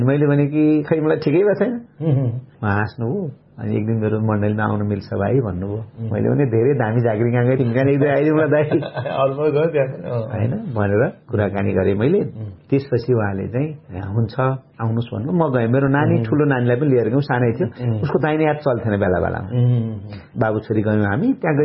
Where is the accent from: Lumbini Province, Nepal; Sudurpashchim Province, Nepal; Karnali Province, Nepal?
Karnali Province, Nepal; Surkhet; त्यो सपना यहाँ सुते तापनि म सुर्खेतको देखेँ जुन घरमा म जन्मेको हुर्केको ठाउँ थियो.